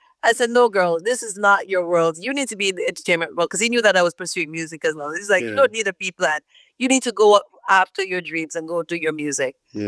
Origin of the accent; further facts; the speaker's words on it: Jamaica; moved away as an adult; now in Toronto, Canada; I was growing up in Jamaica